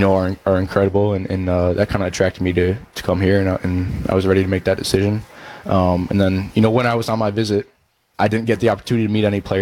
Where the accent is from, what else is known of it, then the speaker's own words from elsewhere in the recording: Elmhurst, Illinois, United States; moved away as an adult; now in Ohio, United States; I grew up in Elmhurst, Illinois, like you mentioned, just outside of Chicago. It's closer to home.